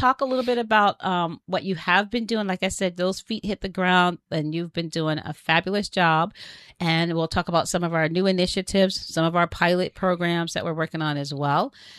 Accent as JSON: {"language": "English", "region": "New Jersey", "country": "United States", "tie": "born or raised there", "moved": "yes", "lives_now": "New Hampshire, United States", "said": "I grew up in New Jersey"}